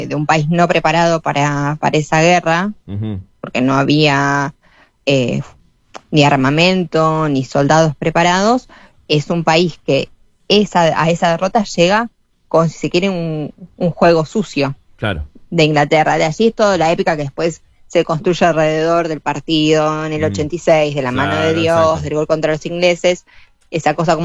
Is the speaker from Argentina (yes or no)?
yes; Argentina; uno como argentino